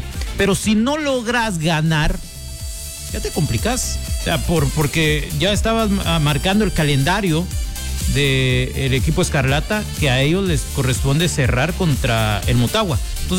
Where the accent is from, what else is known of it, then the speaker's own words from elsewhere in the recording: Guatemala; lo decimos como guatemalteco